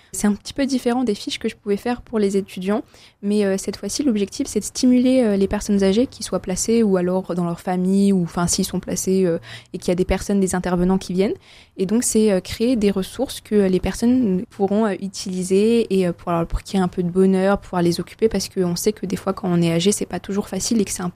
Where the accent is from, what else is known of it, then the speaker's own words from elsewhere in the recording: Saint-Avold, Grand Est, France; vu que je viens de Saint-Avold et que c'est à la frontière allemande